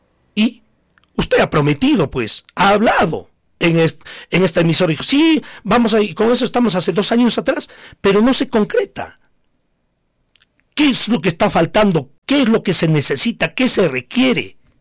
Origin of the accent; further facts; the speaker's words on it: Coracora, Ayacucho, Peru; mi pueblo de Coracora